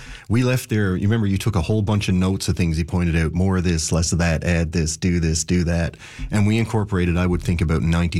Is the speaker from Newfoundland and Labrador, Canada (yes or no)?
yes; Newfoundland and Labrador, Canada; Like, even the guys who play with us now, Jamie, we're all from Trinity Bay.